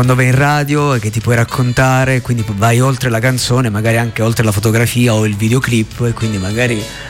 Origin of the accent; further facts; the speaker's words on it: Cosenza, Calabria, Italy; tutta la mia città, la mia terra, gli ascoltatori e le ascoltatrici di Radio Jukebox